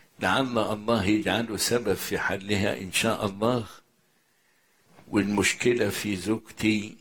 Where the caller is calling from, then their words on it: Cairo, Cairo Governorate, Egypt; من القاهرة، متجوز وعندي طفل 2.5 سنين